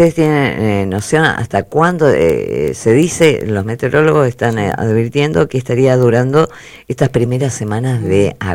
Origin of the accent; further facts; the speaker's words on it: Argentina; desobediente como somos los argentinos